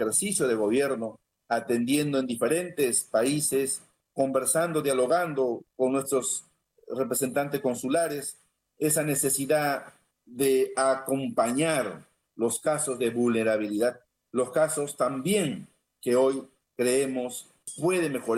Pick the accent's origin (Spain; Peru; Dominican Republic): Peru